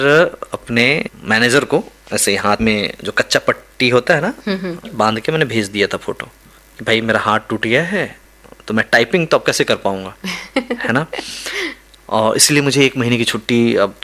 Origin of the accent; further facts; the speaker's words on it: Bihar, India; moved away; चूंकि मैं बिहार से हूँ तो मेरे यहाँ छठ, दिवाली, दशहरा ये सब बहुत धूमधाम से होता है।